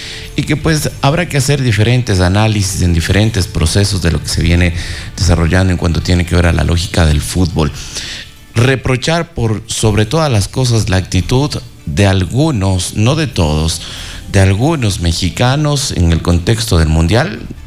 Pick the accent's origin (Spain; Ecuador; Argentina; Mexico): Ecuador; Riobamba, Chimborazo; como ecuatorianos, como riobambeños, como chimboracenses